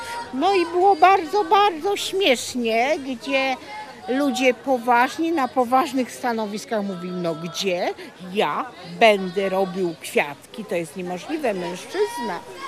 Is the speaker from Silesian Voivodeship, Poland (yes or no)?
yes; Jeleśnia, Silesian Voivodeship, Poland; jestem z Jeleśni. 35 lat pracowałam w Gminnym Ośrodku Kultury w Jeleśni, w tym 30 na stanowisku dyrektora.